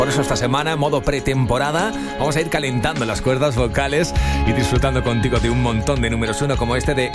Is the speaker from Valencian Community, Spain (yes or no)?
yes; Requena, Valencian Community, Spain; en mi tierra, en Valencia, en Requena